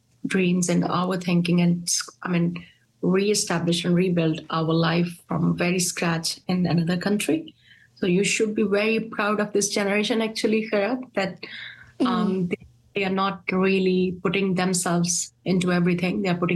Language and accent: English; Pakistan; moved away as an adult; now in New Zealand; us as generation, had everything back in Pakistan.